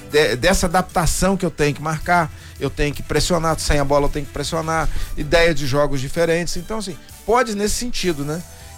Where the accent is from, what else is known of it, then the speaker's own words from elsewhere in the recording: Rio de Janeiro, Brazil; eu sou do estado do Rio